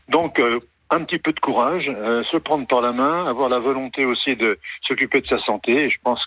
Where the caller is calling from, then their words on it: Bordeaux, Nouvelle-Aquitaine, France; J'appelle de Bordeaux